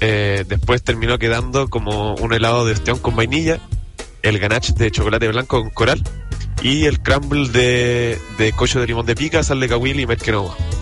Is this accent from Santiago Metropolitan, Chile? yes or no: no; Coquimbo, Chile; Coquimbo, que es de donde yo vengo, donde está todo el cariño que yo tengo por la cocina, sobre todo por el mar, porque yo siempre he sido una persona que me he criado en el mar y con la comida de mar.